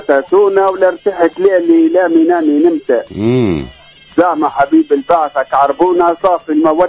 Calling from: El Hamma, Gabès Governorate, Tunisia

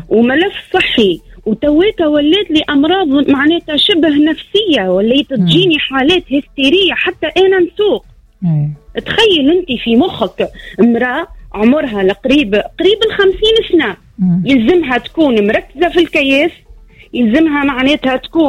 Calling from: Sfax, Sfax Governorate, Tunisia; انا مواطنة من صفاقس.

